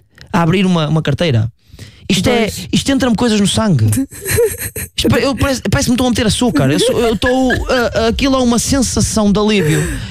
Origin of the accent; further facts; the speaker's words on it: Trofa, Norte, Portugal; eu sou da Trofa. Eu disse: vim da Trofa.